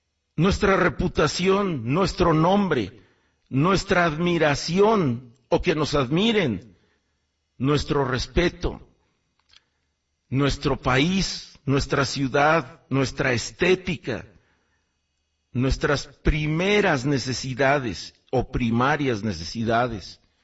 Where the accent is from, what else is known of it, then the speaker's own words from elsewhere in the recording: Mexico; Pero soy mexicano y me encanta más mi país, por supuesto, igual que usted, igual que a todos, soy mexicano.